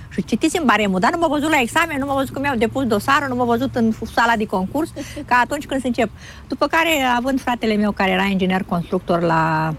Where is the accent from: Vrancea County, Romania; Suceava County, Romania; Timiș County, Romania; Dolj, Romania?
Suceava County, Romania; Suceava; m-am născut în 66, venit într-un universul ăsta, într-un zi sfânt în noaptea de înviere. Sunt din Suceava, sunt mamă și bunică.